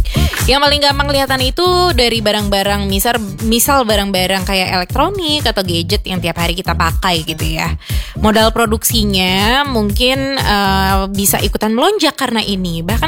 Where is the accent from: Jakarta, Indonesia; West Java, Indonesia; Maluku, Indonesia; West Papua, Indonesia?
Jakarta, Indonesia; moved away as an adult; now in Manado, Indonesia; aku ditugasin di sini gitu ya, di kota Manado. Secara aku kan orang Jakarta gitu kan.